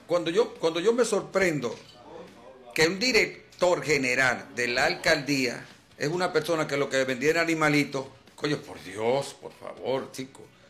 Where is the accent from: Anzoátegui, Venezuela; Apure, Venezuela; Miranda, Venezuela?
Anzoátegui, Venezuela; moved away as an adult; now in Puerto La Cruz, Venezuela; yo soy hijo de este pueblo